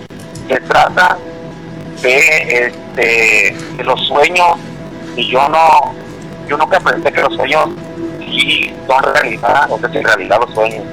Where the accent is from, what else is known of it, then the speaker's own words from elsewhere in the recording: Michoacán, Mexico; Soy originario de Michoacán, de allá de lado de Zacámbaro, Michoacán.